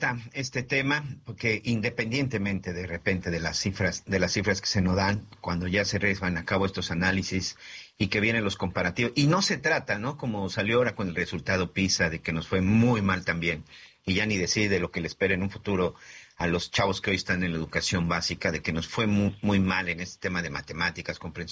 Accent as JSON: {"language": "Spanish", "country": "Mexico"}